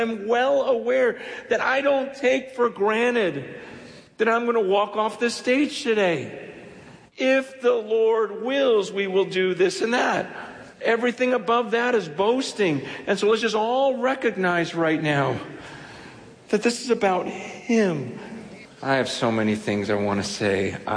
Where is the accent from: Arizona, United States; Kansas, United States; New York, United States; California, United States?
California, United States; San Francisco